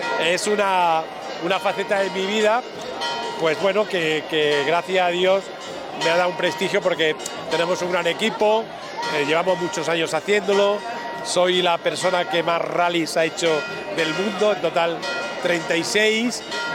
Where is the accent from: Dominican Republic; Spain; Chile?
Spain; Andújar, Andalusia; born there; also born or lived in Arjona; now in Barcelona, Spain; Me recrié en Andújar, actualmente vivo en Barcelona, donde ejerzo mi profesión